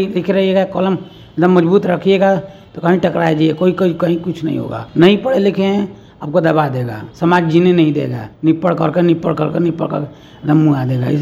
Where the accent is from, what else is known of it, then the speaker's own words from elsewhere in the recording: Bihar, India; now in Sasaram, India; मेरा गांव ढौड़ा धंकाड़ा है